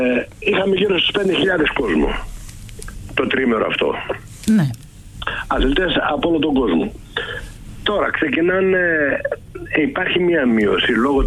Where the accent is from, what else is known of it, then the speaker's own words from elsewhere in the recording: Epirus, Greece; Επιστρέφουν οι δικοί μας, οι Ζαγορίσοι, οι οποίοι ζουν στην Αθήνα, στις μεγάλες πόλεις, Θεσσαλονίκη.